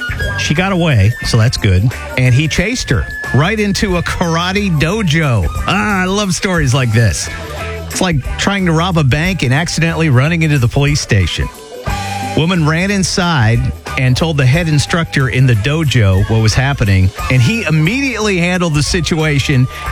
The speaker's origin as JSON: {"language": "English", "town": "Milwaukee", "region": "Wisconsin", "country": "United States", "moved": "yes", "said": "I'm actually from Milwaukee, and they take drinking seriously up there."}